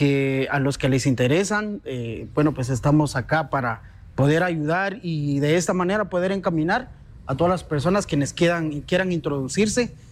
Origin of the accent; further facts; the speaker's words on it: San Juan La Laguna, Sololá, Guatemala; como bien lo mencionaban. Soy originario de San Juan de la Laguna.